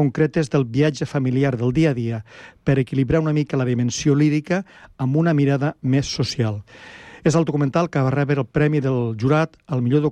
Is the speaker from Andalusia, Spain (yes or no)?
no; Flix, Catalonia, Spain; jo sóc de Flix